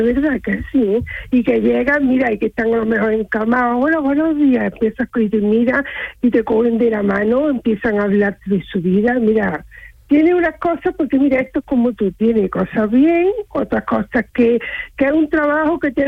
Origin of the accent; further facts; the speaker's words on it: Córdoba, Andalusia, Spain; Es pues mira, yo soy de Córdoba capital.